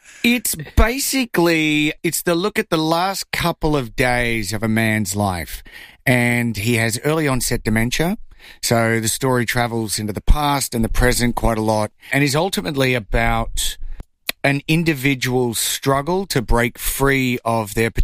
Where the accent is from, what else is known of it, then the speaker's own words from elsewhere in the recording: Brisbane, Queensland, Australia; I'm from Brisbane.